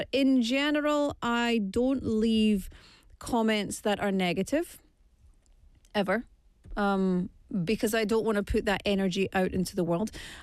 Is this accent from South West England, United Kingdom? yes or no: no; Scotland, United Kingdom; now in Busan, South Korea; I don't know if it's because I'm Scottish, but Maria is not how I would say it.